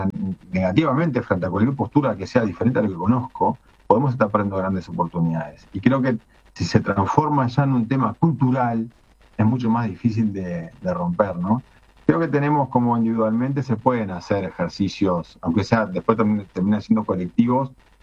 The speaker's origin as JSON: {"language": "Spanish", "region": "San José", "country": "Uruguay", "said": "Soy uruguayo y amo mi país. Sí."}